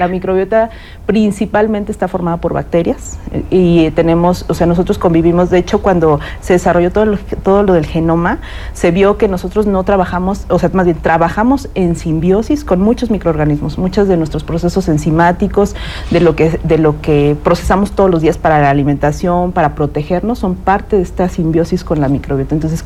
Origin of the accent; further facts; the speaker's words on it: Querétaro, Mexico; los que somos queretanos